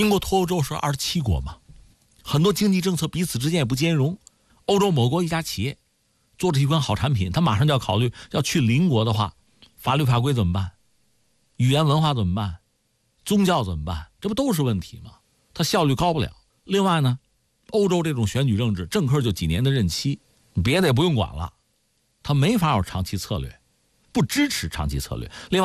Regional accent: China; 我们作为中国人中国媒体

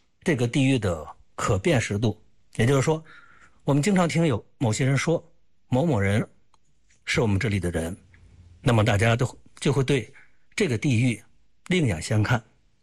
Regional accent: Hebei, China; 祖逖的老家和我的家乡是临县

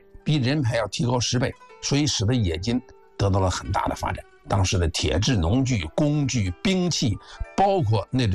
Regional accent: Hebei, China; 其实早在东汉的时候，我们河北人就开始利用煤炭来冶铁冶铜

